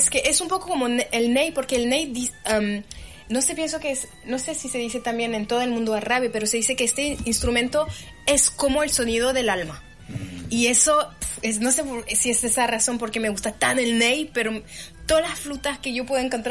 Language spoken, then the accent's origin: Spanish; Algeria; Y es diferente porque en Argelia somos africanos, no somos árabes.